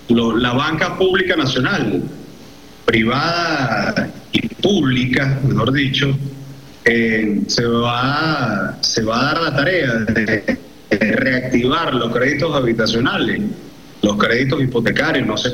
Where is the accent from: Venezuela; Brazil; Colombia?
Venezuela; Nosotros como venezolanos hemos enfrentado y superado crisis